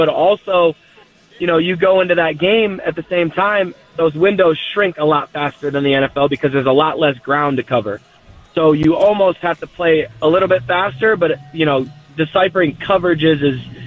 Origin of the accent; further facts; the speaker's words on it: Michigan, United States; now in Nashville, United States; I'm from Michigan, born and raised. Born and raised outside of the Metro Detroit area.